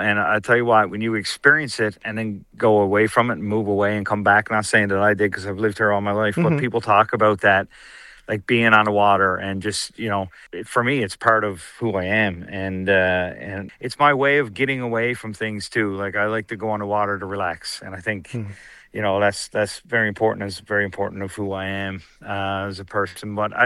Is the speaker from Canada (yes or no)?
yes; Conception Bay South, Newfoundland and Labrador, Canada; I'm obviously a big supporter of my hometown and where I live.